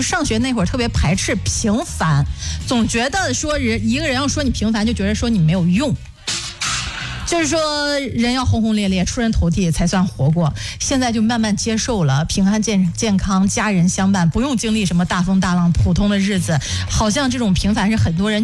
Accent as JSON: {"language": "Chinese", "town": "Xuzhou", "region": "Jiangsu", "country": "China", "tie": "born or raised there", "moved": "yes", "lives_now": "Zhengzhou, China", "said": "我的老家徐州"}